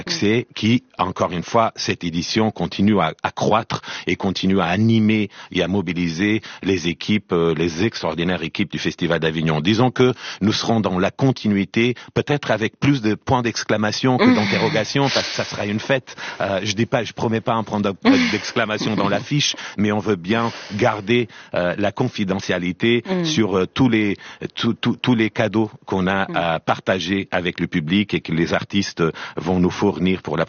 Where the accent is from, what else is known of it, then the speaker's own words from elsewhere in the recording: Portugal; et je parle avec complètement à l'aise parce que je suis portugais